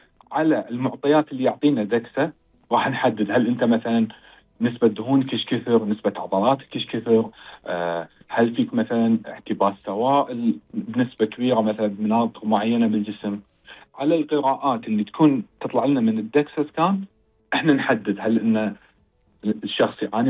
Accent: Kuwait

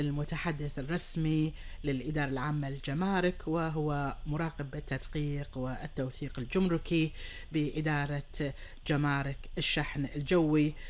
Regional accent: Kuwait; لديرتنا الحبيبة الكويت

